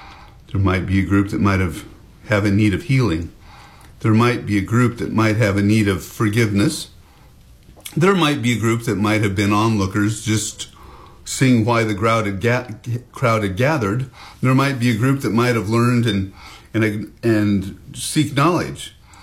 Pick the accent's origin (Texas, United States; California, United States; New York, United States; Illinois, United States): New York, United States; Syracuse; I grew up with lots of visits on my grandparents' farm, and I grew up in Syracuse, just down the road here, which again has rural roots.